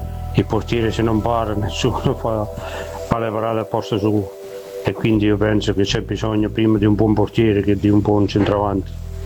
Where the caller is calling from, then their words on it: Toronto, Ontario, Canada; da Toronto